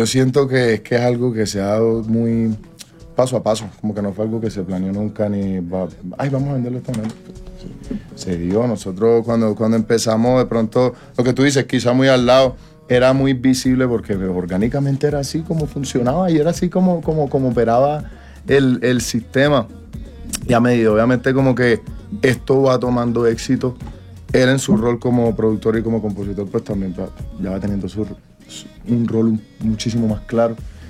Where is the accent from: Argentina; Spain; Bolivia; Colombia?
Colombia; yo soy colombiano, yo soy de aquí.